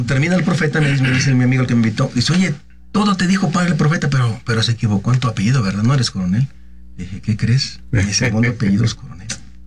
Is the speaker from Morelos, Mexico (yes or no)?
yes; Cuernavaca, Morelos, Mexico; born there; De Morelos, nací en Cuernavaca, Morelos. Mis padres son de un pueblito que se llama El Estudiante Morelos.